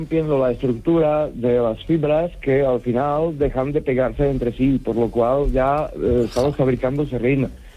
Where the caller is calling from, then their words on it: Buñol, Valencian Community, Spain; de Buñol.